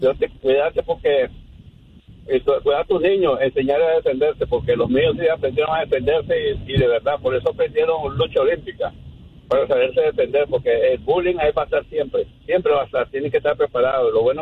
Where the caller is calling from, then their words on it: New York, United States; Estamos contentos aquí en Nueva York. En Nueva York ya estamos calientes.